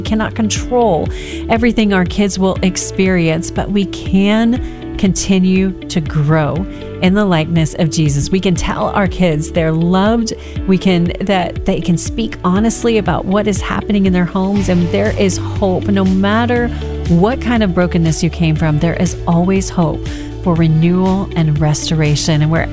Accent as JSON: {"language": "English", "region": "Texas", "country": "United States", "accent": "Texas twang", "said": "Cause, you know, we're from Texas, so we got little Texas twang in there"}